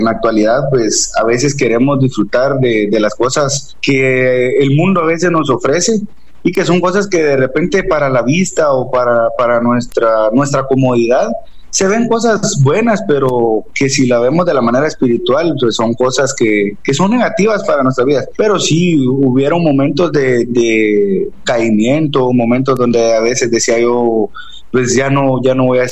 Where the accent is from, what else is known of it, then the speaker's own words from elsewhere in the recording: Zacapa, Guatemala; Yo soy originario de Zacapa, de aquí de Guatemala. Soy de una familia que desde pequeñitos nuestros padres y abuelos nos llevaban a la iglesia.